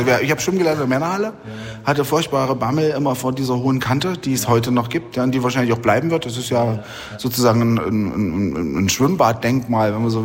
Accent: Halle, Saxony-Anhalt, Germany; Dich verbindet ja trotzdem wahrscheinlich das eine oder andere mit dem Stadtbad als Hallenser, ne? Ja, wahrscheinlich. Ja. Ich habe dort schwimmen gelernt

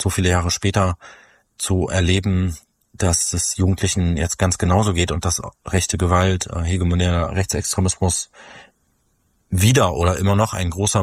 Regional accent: Halberstadt, Saxony-Anhalt, Germany; moved away as an adult; Ich bin ja auch in Halberstadt aufgewachsen, nach dem Abitur weggegangen

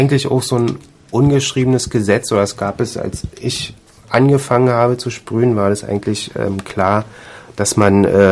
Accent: Berlin, Germany; now in Dresden, Germany; ich komme aus Berlin, studiere jetzt hier in Dresden Kunst an der HFBK

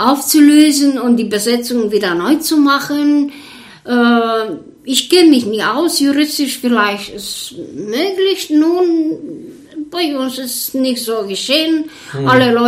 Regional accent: Bulgaria; first language Bulgarian; German is a second language; moved away as an adult; now in Görlitz, Germany; ich hatte dennoch mal Kontakt auf meine Muttersprache.

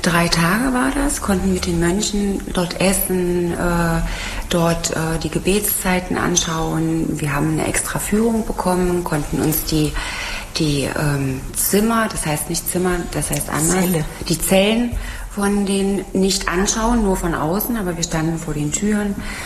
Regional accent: Magdeburg, Saxony-Anhalt, Germany; born there; weil ich bin in Magdeburg geboren

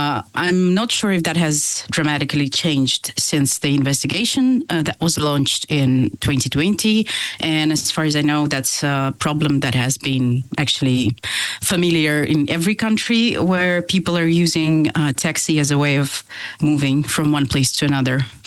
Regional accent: Moscow, Russia; born there; English is a second language; moved away as an adult; I was born in Moscow. And when the war with Ukraine started, I fled my country in a week, I think.

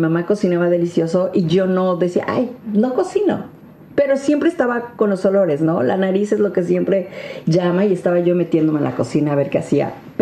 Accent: Mexico; moved away as an adult; now in Germany; mexicana. Y pues bueno, todo inició cuando llegué aquí a Alemania

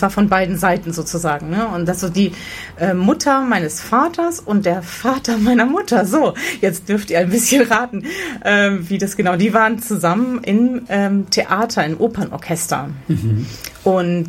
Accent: Slovenia; now in Germany; Ich stamme aus Slowenien, das haben wir also diese zwei Länder genommen und natürlich die momentane Heimat von uns beiden, nämlich Deutschland

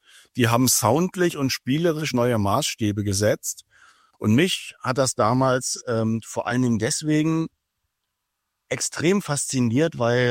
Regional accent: Germany; ich als Deutscher kann ja immer nur oberflächlich mit den Texten umgehen.

